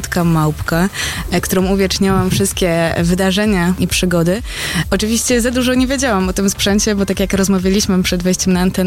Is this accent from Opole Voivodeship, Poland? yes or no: no; Toruń, Kuyavian-Pomeranian Voivodeship, Poland; Tak, pochodzę z Torunia.